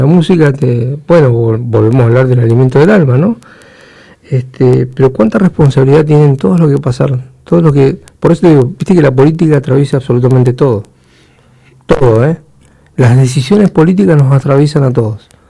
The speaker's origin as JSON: {"language": "Spanish", "region": "Santa Cruz", "country": "Argentina", "tie": "born or raised there", "said": "Pero vamos a poner la S de Santa Cruz"}